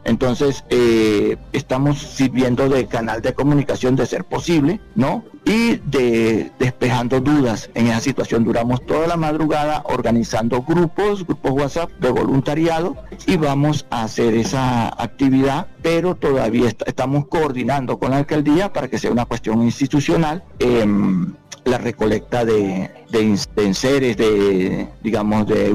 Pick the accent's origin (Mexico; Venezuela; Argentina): Venezuela; now in Bucaramanga, Colombia; mi casa fue afectada de una manera, pues se agrietaron paredes en Venezuela